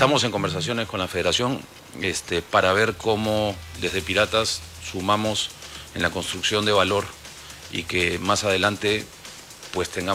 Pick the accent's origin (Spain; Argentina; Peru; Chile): Peru; Lima; moved away as an adult; now in Mexico; Yo soy de Lima, Perú.